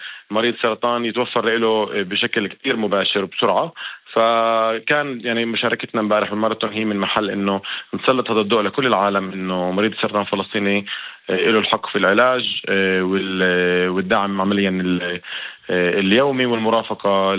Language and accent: Arabic; Palestine; إحنا كشعب فلسطيني